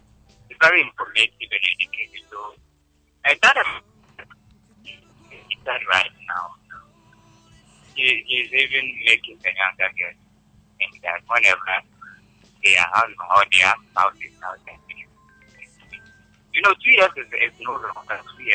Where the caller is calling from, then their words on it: Onkotompo, Ghana; from Onkotompo.